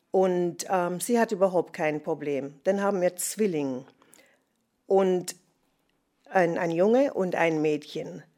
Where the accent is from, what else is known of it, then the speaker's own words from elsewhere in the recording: Jamaica; German is a second language; moved away as an adult; now in Germany; Das haben wir in Jamaika nicht.